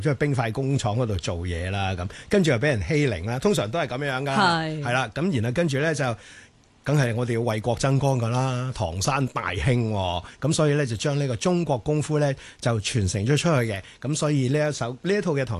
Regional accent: Hong Kong; 我记得我以前喺外国读书嘅时候咧，一去到外国任何一个外国地方啊，啲人问你喺边度嚟噶，我香港，

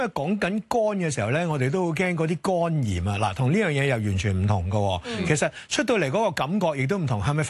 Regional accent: China; 因為呢傳統性我哋中國人的齋菜，我哋死齋館呢有時食完之後個人呢仲漏的。

